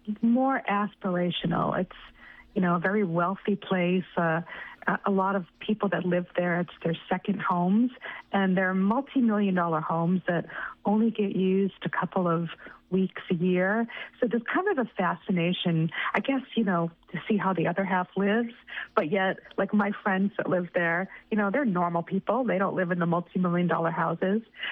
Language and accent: English; Cape Cod, Massachusetts, United States; So I grew up on Cape Cod, which is a beautiful place.